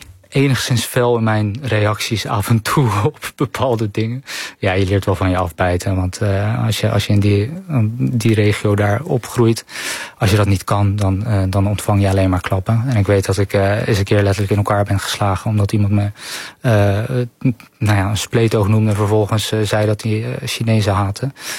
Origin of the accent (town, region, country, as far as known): Netherlands; moved away